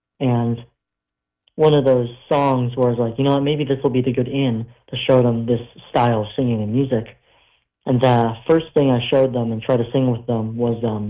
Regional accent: Minnesota, United States; We're all from Minnesota, and, you know, that record was recorded in Minneapolis.

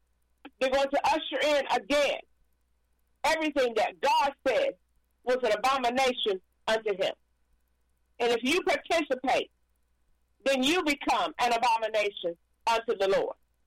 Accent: United States; I'm an American. I was born here, raised here.

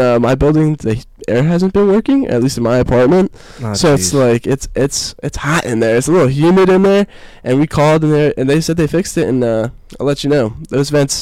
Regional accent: New Jersey, United States; growing up in New Jersey

